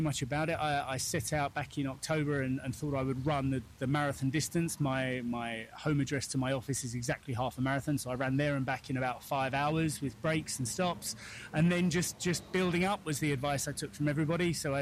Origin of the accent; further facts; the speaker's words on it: London, United Kingdom; And you can tell from my accent, I'm from London parts.